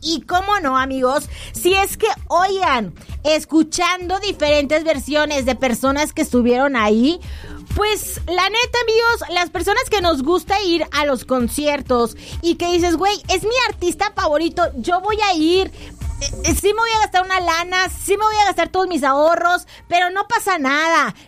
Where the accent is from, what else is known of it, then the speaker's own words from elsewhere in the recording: Mexico; Ay, así somos los mexicanos de impuntuales